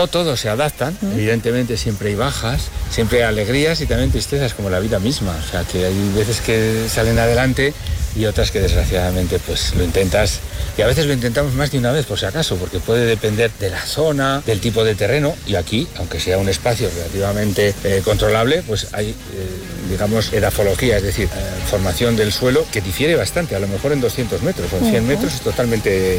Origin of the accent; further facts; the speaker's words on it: Hormilla, La Rioja, Spain; born there; Yo nací en Hormilla.